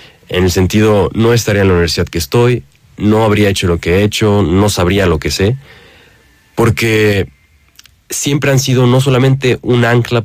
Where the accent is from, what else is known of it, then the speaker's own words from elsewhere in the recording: Mexico; somos de México y estamos apoyando